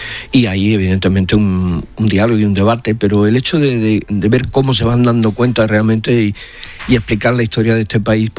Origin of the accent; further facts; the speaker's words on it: Melilla, Spain; como yo soy melillense, nacido, y para mí ha sido siempre una cosa natural, la convivencia y el hecho de compartir.